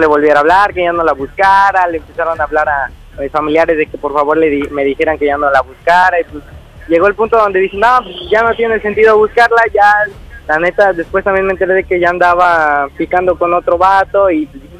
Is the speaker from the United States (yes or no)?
no; Xalapa, Veracruz, Mexico; a pesar de cuenta de que yo soy de Jalapa, pero me vine para mi santa.